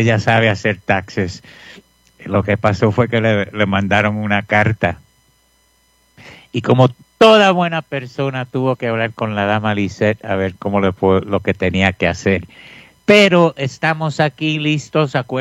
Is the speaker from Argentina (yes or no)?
no; Puerto Rico; yo soy puertorriqueño y en Puerto Rico hasta la fecha el fútbol no es tan grande como la pelota